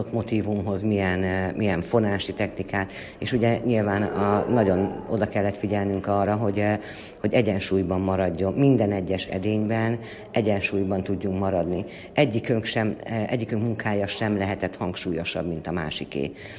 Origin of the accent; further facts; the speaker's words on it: Kisújszállás, Jász-Nagykun-Szolnok, Hungary; Onnan jövünk, Kisújszállásról jövünk, ott élünk mind a ketten.